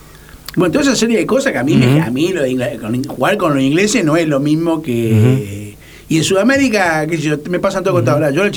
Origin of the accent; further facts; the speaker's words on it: Chaco, Argentina; yo soy chaqueño de nacimiento